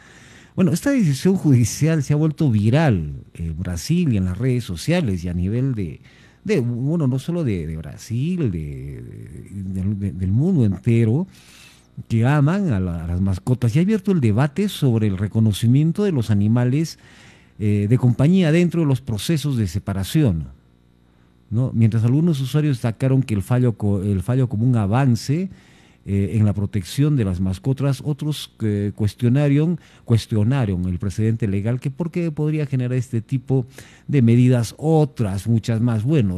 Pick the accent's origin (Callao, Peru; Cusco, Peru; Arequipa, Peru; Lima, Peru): Cusco, Peru; conociéndonos como cusqueños